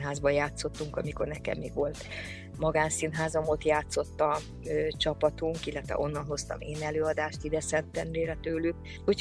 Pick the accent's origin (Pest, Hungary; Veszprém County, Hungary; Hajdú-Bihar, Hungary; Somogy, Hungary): Somogy, Hungary; Kaposvár; born there; Hát Somogyi vagyok, kaposvári születés